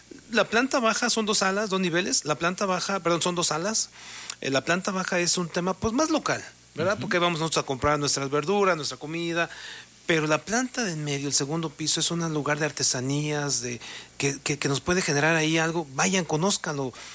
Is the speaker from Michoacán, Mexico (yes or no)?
yes; Pátzcuaro, Michoacán, Mexico; yo me crié ahí con mi abuelito haciendo lanchas.